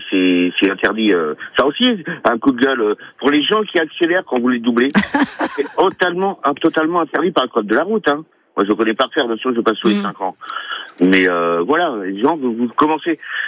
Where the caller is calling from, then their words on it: Terrasson-Lavilledieu, Nouvelle-Aquitaine, France; Bah, j'habite Terrasson, mais là, je suis à Népoul, en fait. J'habite Terrasson et je travaille en Corrèze